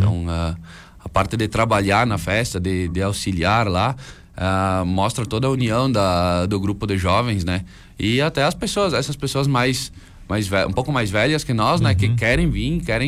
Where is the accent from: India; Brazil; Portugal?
Brazil; Coronel Pilar, Rio Grande do Sul; sou de Coronel Pilar.